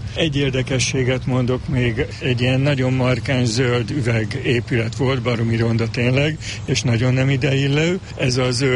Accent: Budapest, Hungary; Én egyébként abban a házban nőttem föl.

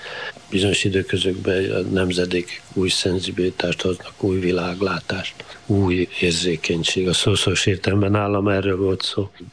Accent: Kanjiža, Vojvodina, Serbia; Kanizsán volt az írótábor, és nyarantán az írók mindig Kanizsán voltak, tehát a szülővárosomba eljött a vajdaság irodalom

